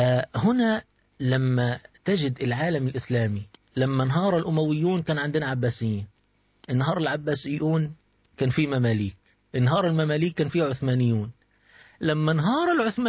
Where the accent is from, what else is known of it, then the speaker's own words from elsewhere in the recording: Egypt; إحنا عندنا في مصر مثلا طول عمرنا عندنا الأزهر